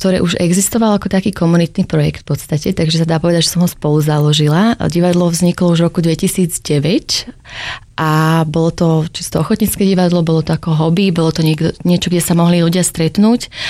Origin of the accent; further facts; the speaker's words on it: Nitra, Nitra Region, Slovakia; moved away as an adult; now in United Kingdom; keď Nitra kandidovala, moje rodné mesto